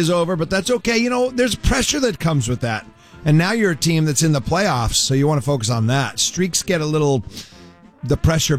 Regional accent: Boston, Massachusetts, United States; I said, why is this place called Ted Williams Way? I'm from Boston.

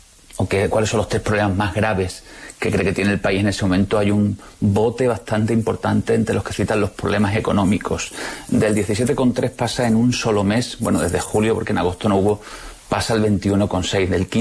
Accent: Andalusia, Spain; un rara una futbolística andaluza.

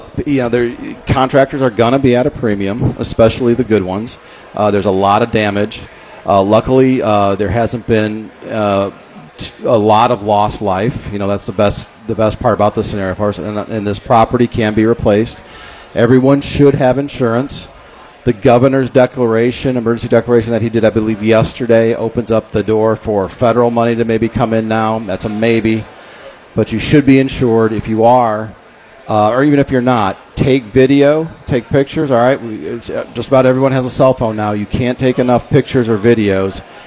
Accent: Indiana, United States; Yeah, I'm from Lake County.

